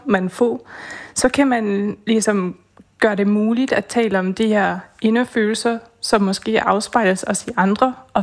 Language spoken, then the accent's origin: Danish; Belgium; now in Denmark; Jeg kommer selv fra Belgien